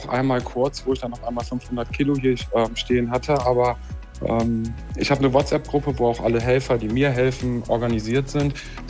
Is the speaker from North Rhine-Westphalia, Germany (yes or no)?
yes; Wallefeld, North Rhine-Westphalia, Germany; Eigentlich immer relativ sozial aufgewachsen und auch bei uns im Dorf, also ich komme aus Wallefeld, da war Dorfgemeinschaft immer